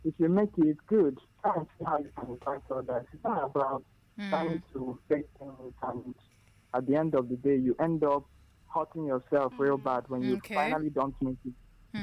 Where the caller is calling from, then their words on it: Anambra, Nigeria; I'm in Anambra State.